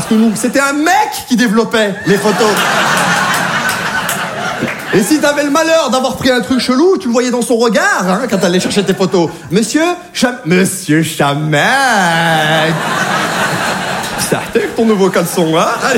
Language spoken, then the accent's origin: French; Saint-Étienne, Auvergne-Rhône-Alpes, France; Je parle des provinciaux parce que moi-même je suis de province, je viens de Saint-Étienne, vous connaissez ou pas?